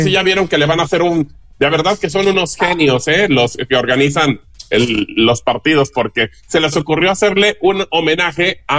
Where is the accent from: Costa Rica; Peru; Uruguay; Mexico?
Mexico; A ver, soy mexicano y me gusta que gane México, pero creo que va a perder.